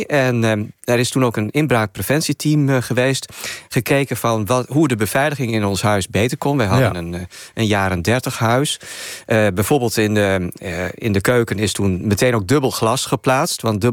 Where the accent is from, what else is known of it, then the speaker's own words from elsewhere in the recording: Groningen, Netherlands; En verder, ik kom uit Groningen. Dat is fietsstad nummer 1 in Nederland.